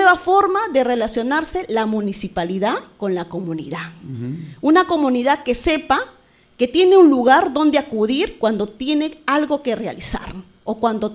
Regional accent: Lima, Peru; yo que soy de Villa Alejandro y que tengo vecinos que son de la cuenca baja de Villa Alejandro

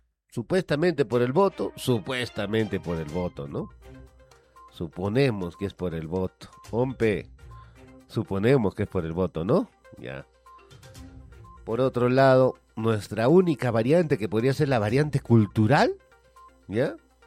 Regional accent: Huancayo, Junín, Peru; mi pueblo, Huancayo, mi ciudad, mi gente del Tambo, la gente de Chilca.

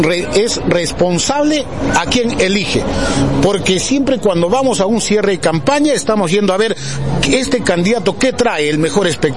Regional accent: Peru; nuestra originalidad como peruanos.

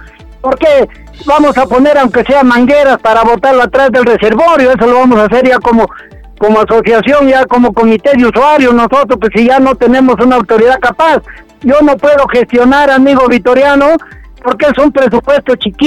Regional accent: Carabamba, La Libertad, Peru; nosotros los carabambinos

